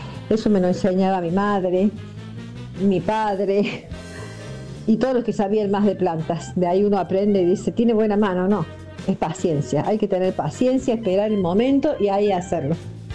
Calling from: Villa Carlos Paz, Córdoba, Argentina; de Carlos Paz.

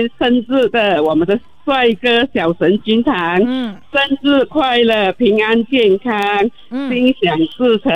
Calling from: Sungai Petani, Kedah, Malaysia

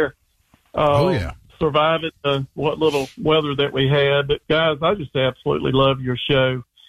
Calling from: Juliet, Georgia, United States; Down here where the movie Fried Green Tomatoes was filmed.

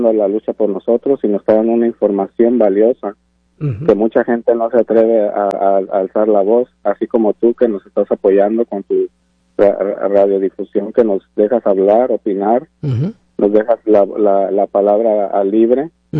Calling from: Mexico

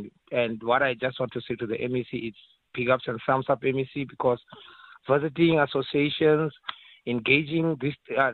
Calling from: Kimberley, Northern Cape, South Africa; we're from Kimberley, from Santiago side

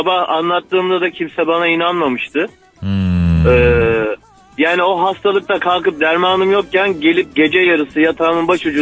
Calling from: Istanbul, Turkey; İstanbul'dan arıyorum.

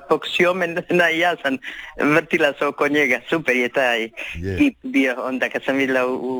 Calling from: Zadar, Zadar County, Croatia; ja sam prava Zadranka

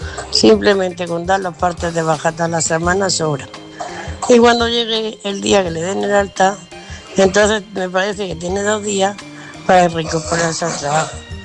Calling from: Murcia, Region of Murcia, Spain; de Murcia

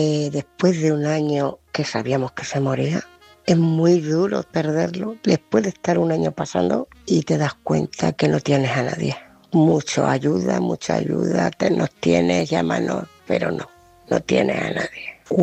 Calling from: Ciudad Real, Castilla-La Mancha, Spain; No sé si he dicho que … de Ciudad Real.

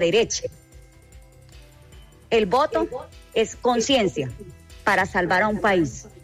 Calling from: Colombia; Como toda ciudadana colombiana

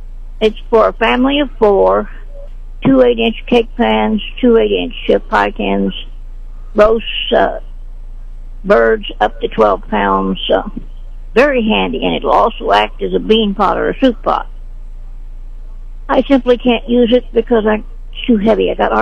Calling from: Sedalia, Missouri, United States; Okay, I'm from Sedalia.

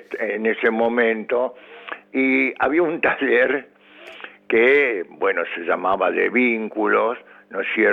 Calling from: Buenos Aires, Argentina; De acá, de Villa Urquiza.

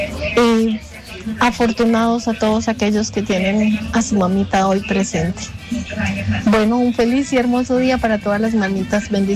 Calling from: Rionegro, Santander, Colombia; Acá buenos deseándoles días desde Río Negro, Santander.

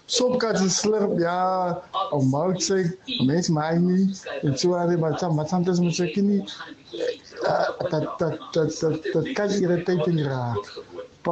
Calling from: Western Cape, South Africa; van die Weskaap.

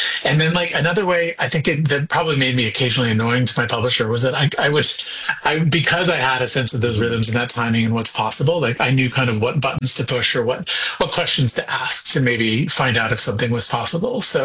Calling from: Cape Breton, Nova Scotia, Canada; I'm calling you from Cape Breton today.

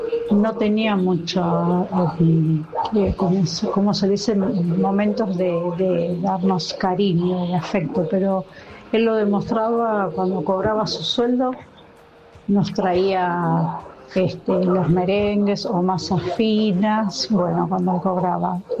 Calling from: San Antonio de Padua, Buenos Aires Province, Argentina; de Padua.

